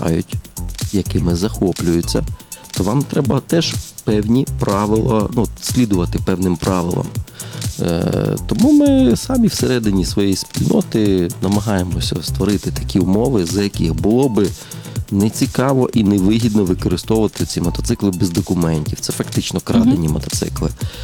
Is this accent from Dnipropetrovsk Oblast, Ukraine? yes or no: yes; Kryvyi Rih, Dnipropetrovsk Oblast, Ukraine; now in Kyiv, Ukraine; Я народився і виріс в Кривому Розі, але я вже багато років живу в Києві.